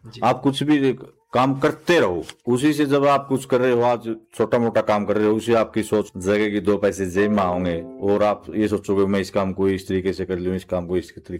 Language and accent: Hindi; Haryana, India; ग्वांड 5 गांव तो हमारे होएगे, फिरदपुर, किनाड़ा, कंडूल, खैरी, पाबड़ा, साथ में नैला लगता है